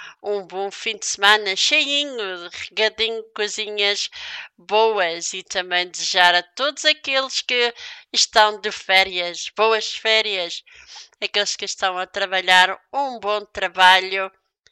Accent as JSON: {"language": "Portuguese", "region": "Madeira", "country": "Portugal", "tie": "born or raised there", "moved": "yes", "said": "para a minha terra natal, para o meu povo madeirense"}